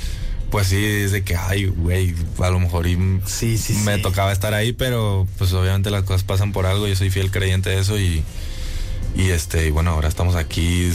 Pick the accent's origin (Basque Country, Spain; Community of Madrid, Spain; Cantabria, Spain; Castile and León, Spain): Community of Madrid, Spain; Madrid; born there; also born or lived in Monaco / Barcelona; yo crecí en Madrid con mi mamá